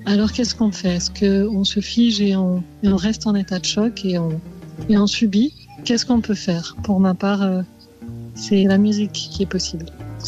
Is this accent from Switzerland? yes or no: yes; Switzerland; born or raised there; also born or lived in Beirut, Lebanon